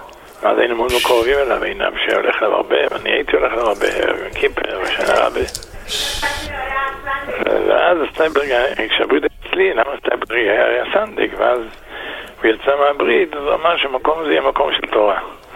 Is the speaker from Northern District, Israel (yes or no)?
no; Bnei Brak, Tel Aviv District, Israel; born there; הבית שלנו היה ברחוב אלחריזי 6 בבני ברק